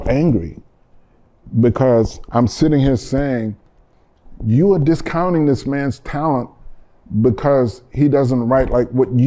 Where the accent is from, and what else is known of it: New Orleans, Louisiana, United States; born or raised there